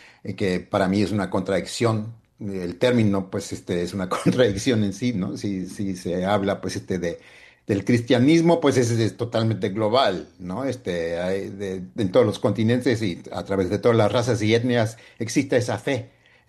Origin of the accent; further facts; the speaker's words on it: United States; mi verdad en decir que yo soy de Estados Unidos, estadounidense, no digo americano